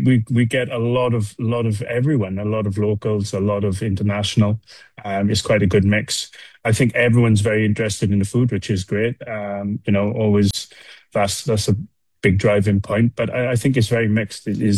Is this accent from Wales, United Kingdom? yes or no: yes; Wales, United Kingdom; which I'm Welsh originally, so lamb is kind of our pinnacle of our kind of food.